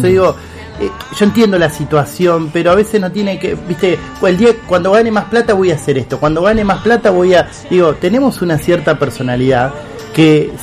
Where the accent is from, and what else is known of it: Argentina